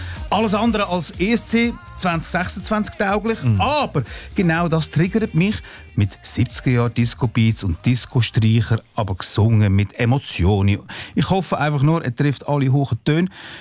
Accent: Austria; aus meinem Heimatland Österreich

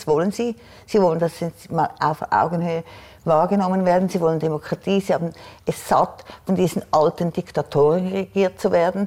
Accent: Switzerland; Also als Schweizer bist du dir das nicht gewohnt zu warten.

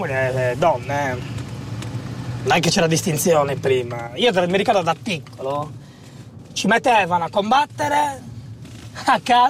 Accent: Sardinia, Italy

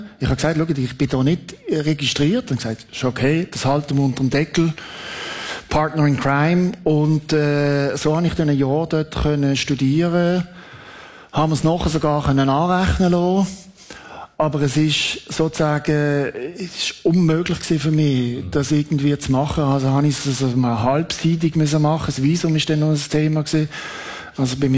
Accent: Switzerland; schau, ich bin Schweizer, mir ist da, ich bin neutral, ich laufe jetzt da rein.

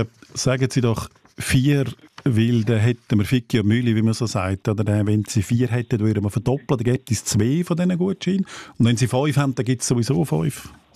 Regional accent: Aargau, Switzerland; Ich bin ja ein Aargauer.

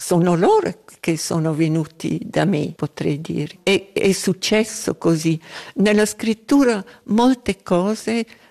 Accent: Graubünden, Switzerland; Sono cresciuta a scuola in Bassa Engadina e a quei tempi era un villaggio agricolo con molti animali.

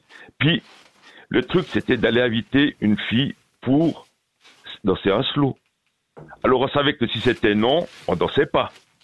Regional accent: Tramelan, Bern, Switzerland; Moi, je viens de village du Jura.

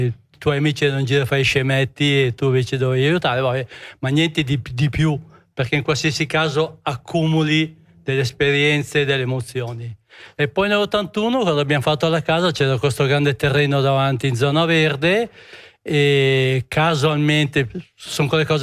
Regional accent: Viggiù, Lombardy, Italy; moved away as an adult; now in Tremona, Switzerland; Sì, io sono nato a Viggiù. E vabbè, ho vissuto fino a 24 anni a Viggiù, poi mi sono sposato con una bella zucchina e ci siamo trasferiti, appunto mi sono trasferito in Ticino

